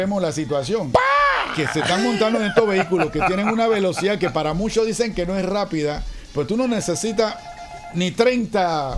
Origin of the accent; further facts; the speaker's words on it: Panama; also born or lived in Dominican Republic; nosotros los exaltamos como panameños y nos sentimos casi, por decir, dominicanizados.